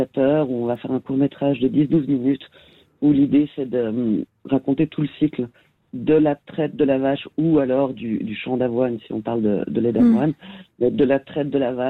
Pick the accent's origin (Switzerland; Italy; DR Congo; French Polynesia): Switzerland; Geneva; je suis genevoise et toujours vécu à Genève